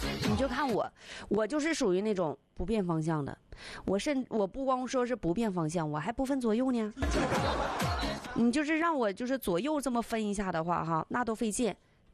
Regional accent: Jilin, China; moved away as an adult; now in Dehui, China; 作为一个吉林姑娘啊，我们家那块那山那是啥样的呀？

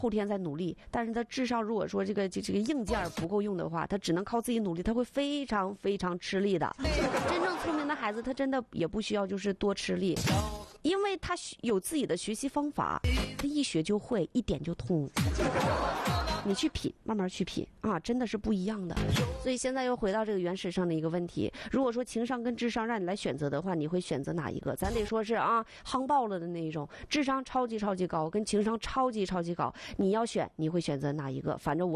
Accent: Northeast China, China; 这是刻在咱们东北人骨子里边的。

